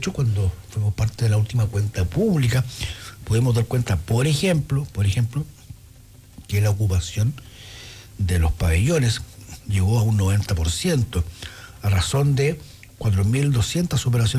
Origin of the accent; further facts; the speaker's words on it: Temuco, Araucanía, Chile; now in Coyhaique, Chile; Yo soy de Temuco